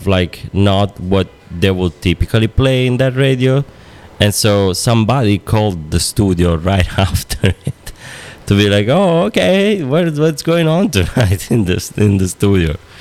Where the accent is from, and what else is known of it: Italy; born there; English is a second language; moved away